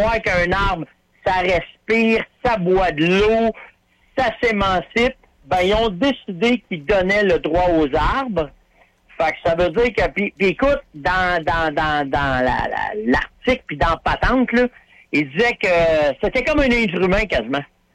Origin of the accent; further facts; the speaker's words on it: Terrebonne, Quebec, Canada; nous autres, on vient de Terrebonne. Fait qu'on a une gang à Terrebonne de chums.